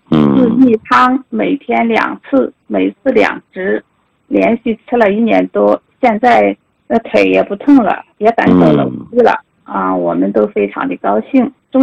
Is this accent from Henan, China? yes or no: yes; Luohe, Henan, China; 我来自河南，